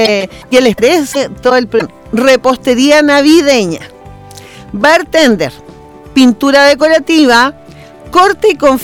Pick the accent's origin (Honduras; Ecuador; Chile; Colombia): Chile; somos todos chilenos